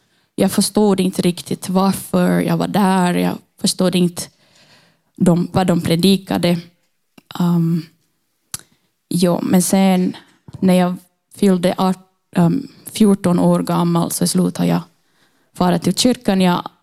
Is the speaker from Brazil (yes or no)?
yes; Brazil; now in Finland; Och jag är ursprungligen från Brasilien. Och jag har bott i Finland i 8 år.